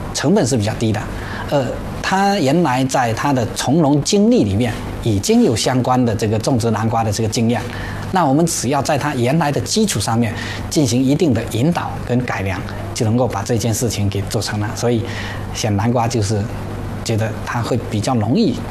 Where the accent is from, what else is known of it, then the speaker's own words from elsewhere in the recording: Fujian, China; 我们福建这边